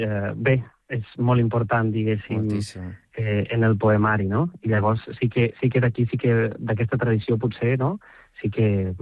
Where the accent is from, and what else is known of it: Catalonia, Spain